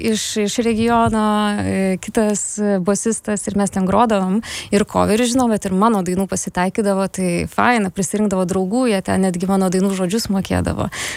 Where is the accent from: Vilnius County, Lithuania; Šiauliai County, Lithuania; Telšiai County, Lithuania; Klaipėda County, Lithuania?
Klaipėda County, Lithuania; Kretinga; moved away as an adult; Taip, aš iš Žemaitijos, Kretingos esu, bet nuo 18 jau nebe, tai nežinau, vis tiek širdis Kretingoj, sakyčiau Kretingiškė, parvažiuoju